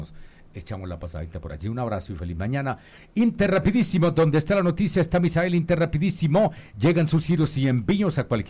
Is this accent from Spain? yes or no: no; Colombia